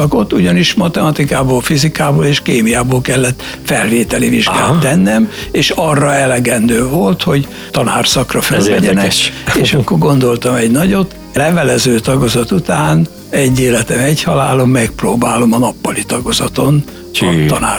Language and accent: Hungarian; Pest, Hungary; Törteli szomszéd település.